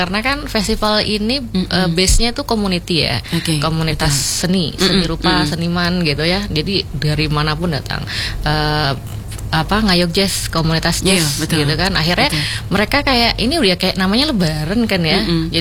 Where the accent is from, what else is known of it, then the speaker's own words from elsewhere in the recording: Yogyakarta, Special Region of Yogyakarta, Indonesia; kita tuh warga Jogja